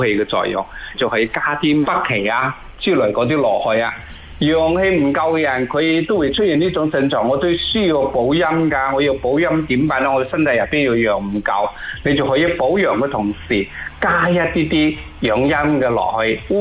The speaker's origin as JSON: {"language": "Cantonese", "region": "Guangdong", "country": "China", "said": "我哋广东人"}